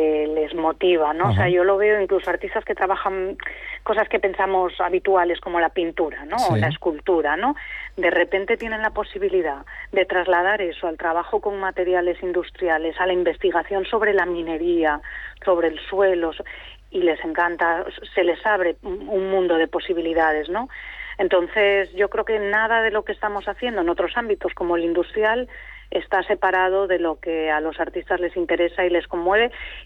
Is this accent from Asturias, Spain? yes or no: yes; Asturias, Spain; todo lo que nos ha conformado como asturianos y asturianas